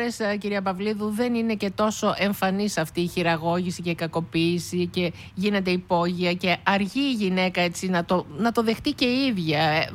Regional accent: Thessaloniki, Central Macedonia, Greece; born there; Και εγώ στη Φλέμινγκ γεννήθηκα, εκεί. Λίγο πιο κάτω.

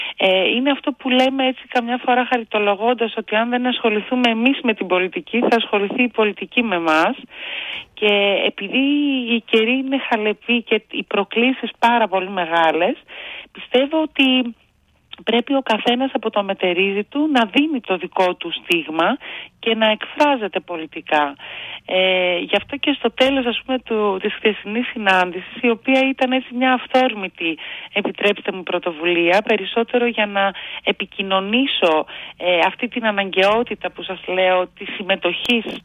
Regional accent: Kozani, Western Macedonia, Greece; now in Thessaloniki, Greece; Εγώ, όπως σας είπα, μένω πάρα πολλά χρόνια στη Θεσσαλονίκη, γιατί έχω γεννηθεί και έχω μεγαλώσει στην Κοζάνη, έχω καταγωγή από τα Γρεβενά, αλλά είμαι πάρα πολλά χρόνια εδώ

